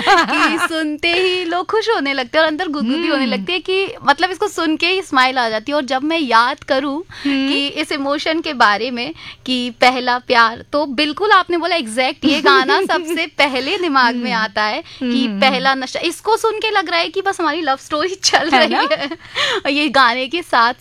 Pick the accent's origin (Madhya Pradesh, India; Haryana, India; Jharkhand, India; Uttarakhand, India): Madhya Pradesh, India; Gwalior; now in Mumbai, India; मैं मुंबई से नहीं हूँ, मैं मध्य प्रदेश ग्वालियर से हूँ। वहाँ की अपनी एक अलग वाइब है, जैसे मुंबई की अलग है।